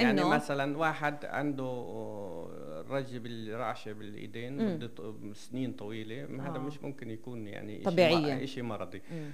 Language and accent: Arabic; Palestine; في فلسطين أكيد إحنا